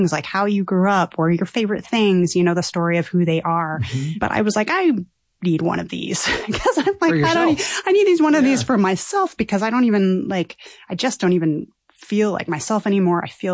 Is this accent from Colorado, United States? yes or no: yes; Colorado, United States; I hail from Colorado originally.